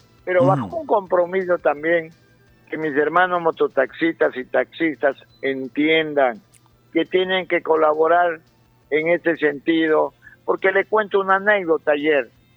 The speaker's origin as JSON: {"language": "Spanish", "country": "Peru", "said": "porque todos somos peruanos."}